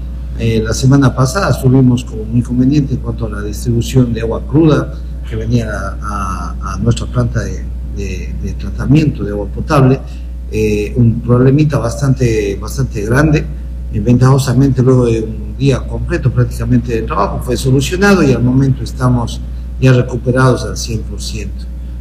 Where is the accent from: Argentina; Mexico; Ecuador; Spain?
Ecuador; a Ecuador y a los ecuatorianos no nos gusta nada fácil, nos gusta lo bien complicado.